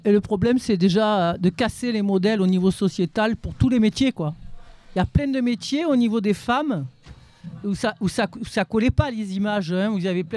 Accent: Pernes-les-Fontaines, Provence-Alpes-Côte d'Azur, France; Bon, moi, je suis de Pernes-les-Fontaines. Tous les voisins, c'était des agriculteurs et les filles et les garçons avaient mon âge, enfin ceux de ma génération.

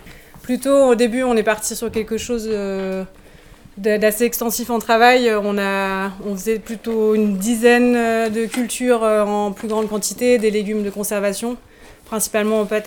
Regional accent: Grand Est, France; Et je viens de Lorraine, mais je ne connaissais pas Bure avant d'avoir été en Allemagne.

